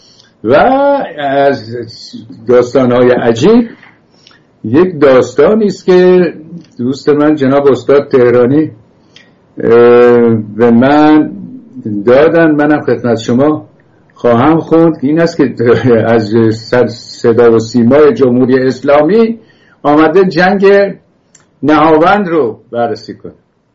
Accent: Iran; گفتم ایرانی،

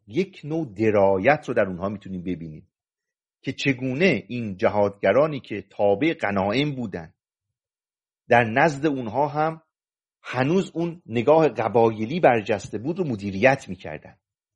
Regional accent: Mazandaran, Iran

